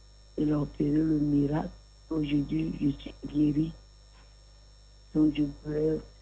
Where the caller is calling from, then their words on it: Abidjan, Côte d’Ivoire; J'appelle de Port-Boué.